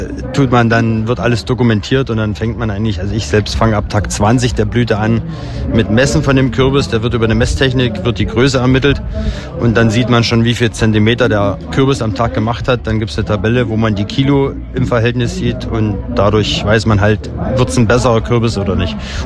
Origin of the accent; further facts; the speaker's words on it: Brandenburg, Germany; Ich komme aus Krustimich, das ist in Südbrandenburg an der Grenze zu Sachsen.